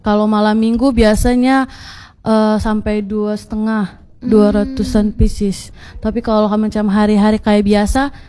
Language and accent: Indonesian; Poso, Central Sulawesi, Indonesia; now in Palu, Indonesia; Asli Poso Kak.